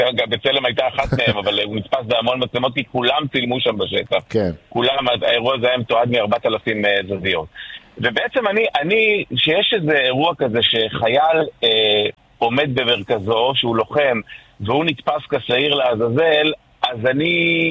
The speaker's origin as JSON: {"language": "Hebrew", "town": "Tel Adashim", "region": "Northern District", "country": "Israel", "tie": "born or raised there", "moved": "yes", "said": "אנחנו גרים בקיבוץ, אבל תקשיב, אנחנו, אני נולדתי בתל עדשים וגדלתי בתל עדשים, שזה מושב, אתה יודע, לא דתי בכלל"}